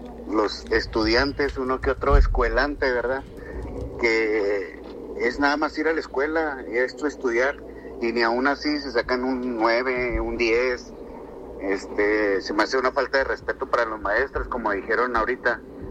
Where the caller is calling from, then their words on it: San Juanito, Mexico; Yo soy de San Juanito, crecí con mi abuela.